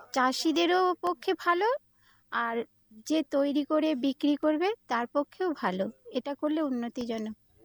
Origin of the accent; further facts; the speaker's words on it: Chinsurah, West Bengal, India; চুচুড়া, আমি হুগলি জেলা থেকে আসছি, খানাখুল থানা 1।